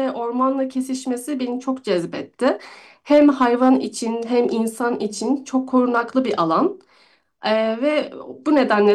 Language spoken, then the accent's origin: Turkish; Tekirdağ, Turkey; also born or lived in Kars; now in Istanbul, Turkey; Böyle benimki aslında Tekirdağlıyım. Edirne'den Kars'a gibi bir hikayeydi.